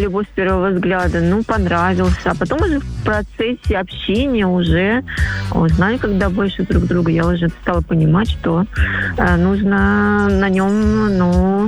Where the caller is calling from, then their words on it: Tula, Tula Oblast, Russia; Я из Тулы.